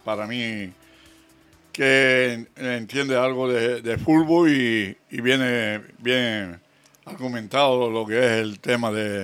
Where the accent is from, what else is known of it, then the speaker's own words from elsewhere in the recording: Canary Islands, Spain; la verdad que yo ahora mismo, como Gran Canario, yo le daría una oportunidad al Teronense